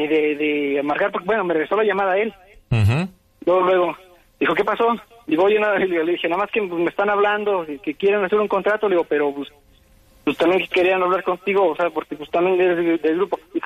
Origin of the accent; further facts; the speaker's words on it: Matehuala, San Luis Potosí, Mexico; Nosotros somos de aquí de Matehuala, San Luis.